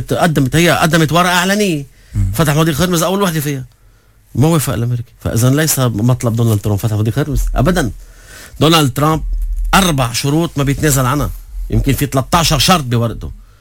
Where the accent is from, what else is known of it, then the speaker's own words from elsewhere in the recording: Lebanon; هذا لأنه سياديا أنا كلبناني سيادي أرفض أنه رئيس جمهوريتي يروح يعمل أي تنازل مع حدا محتلني